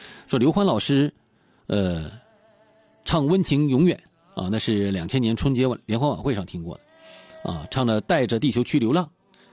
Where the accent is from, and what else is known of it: Dalian, Liaoning, China